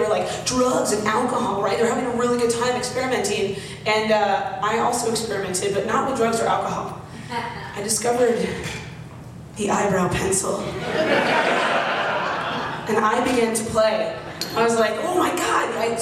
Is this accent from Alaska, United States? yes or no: no; Arizona, United States; I was raised in Arizona, and it was just like, I'd never dealt with allergies there.